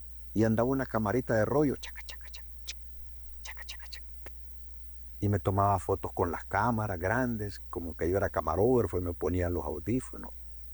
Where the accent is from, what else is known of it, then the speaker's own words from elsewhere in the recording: Choluteca, Honduras; moved away as an adult; now in Tegucigalpa, Honduras; Cuando de niño en Choluteca soñé con esto